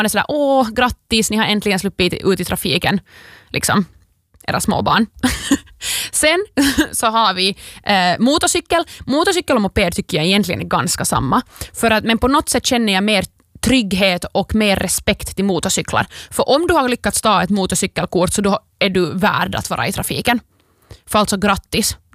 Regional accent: Vaasa, Ostrobothnia, Finland; Men jag gör det och jag är en äkta Vasabo på grund av det.

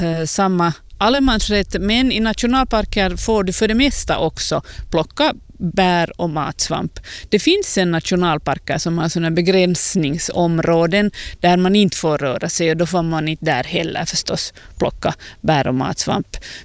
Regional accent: Finland

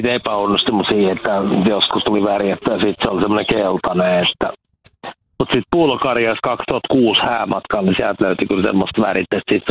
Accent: Lahti, Päijät-Häme, Finland; born or raised there; moved away as an adult; now in Kouvola, Finland

